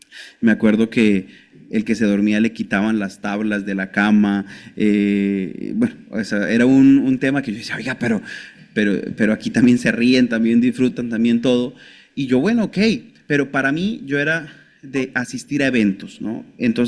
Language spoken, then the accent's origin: Spanish; Gachetá, Cundinamarca, Colombia; also born or lived in Bogotá; Yo soy, aunque nací en Bogotá, pero crecí en un municipio de Cundinamarca que se llama Gachetá.